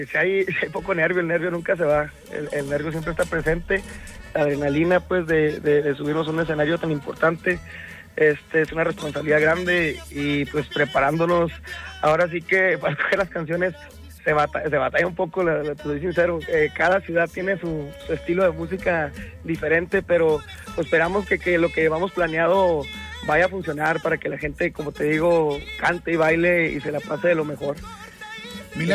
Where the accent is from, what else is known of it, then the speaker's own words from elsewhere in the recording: Delicias, Chihuahua, Mexico; soy nacido en Chihuahua capital, pero yo soy de Delicias.